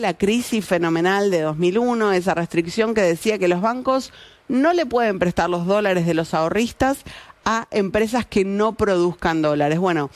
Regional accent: Lomas de Zamora, Buenos Aires Province, Argentina; Muy buenas desde Lomas de Zamora, gracias por estar, gran programa. Besos a mi tierra natal, a Lomas de Zamora.

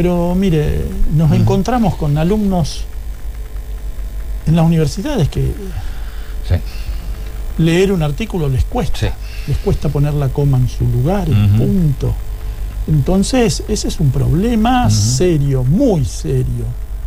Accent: Argentina

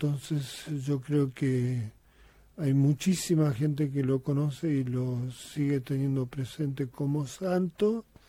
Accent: Quilmes, Buenos Aires Province, Argentina; Sí, soy ciudadano de Quilmes

